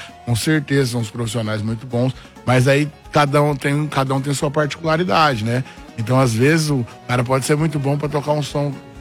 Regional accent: Londrina, Paraná, Brazil; porque a gente é de Londrina, lá de Cambé, Londrina.

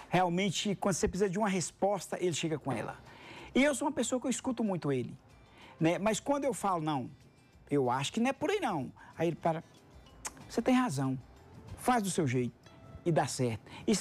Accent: Jequitinhonha Valley, Minas Gerais, Brazil; now in São Paulo, Brazil; Bom, eu sou do norte de Minas Gerais, Vale do Jequitinhonha. Vim para São Paulo em busca de uma vida melhor, né?

